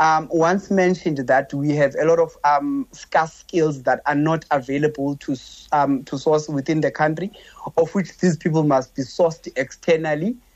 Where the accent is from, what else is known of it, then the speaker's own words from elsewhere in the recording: South Africa; no one in South Africa as a South African is owning a shop today.